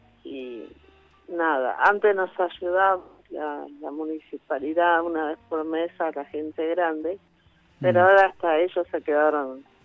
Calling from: Monte Hermoso, Buenos Aires Province, Argentina; de Montehermoso.

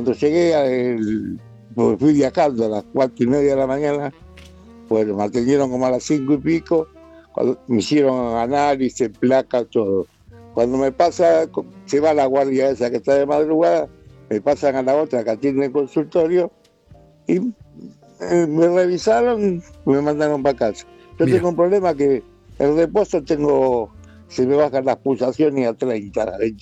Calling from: Lanús, Buenos Aires Province, Argentina; De Lanús.

